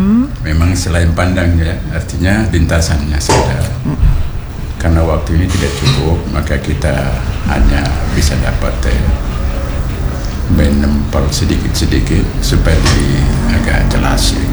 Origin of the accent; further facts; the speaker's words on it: Maluku, Indonesia; di kampung saya di Ureng